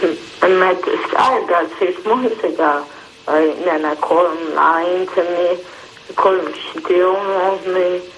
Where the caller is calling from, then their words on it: Upper Darby, Pennsylvania, United States; Up Darby, Delaware County.